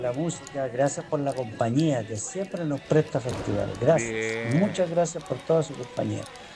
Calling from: Viña del Mar, Valparaíso, Chile; ya, de Reñaca

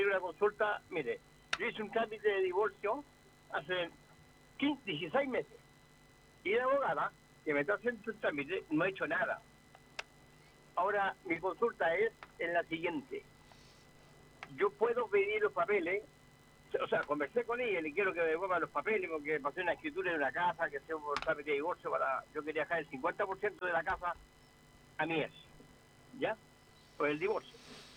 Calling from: Placilla, Valparaíso, Chile; Hola, soy de acá, de Placilla.

